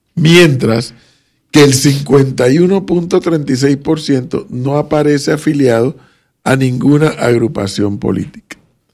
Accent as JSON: {"language": "Spanish", "country": "Panama", "said": "Yo soy panameño."}